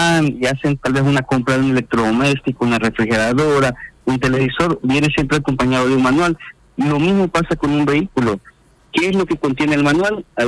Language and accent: Spanish; El Salvador